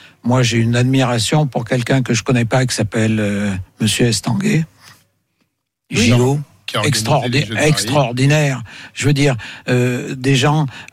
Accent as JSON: {"language": "French", "country": "France", "said": "Je suis français, c'est"}